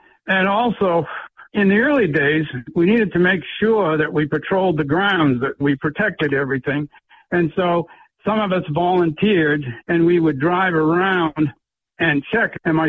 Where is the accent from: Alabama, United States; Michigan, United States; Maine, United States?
Maine, United States; born there; I grew up in the French community